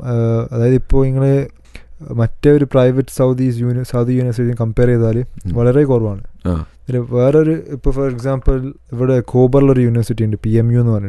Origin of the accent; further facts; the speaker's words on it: Kerala, India; മലയാളിയായിട്ട് ഞാനാ ഉള്ളൂ.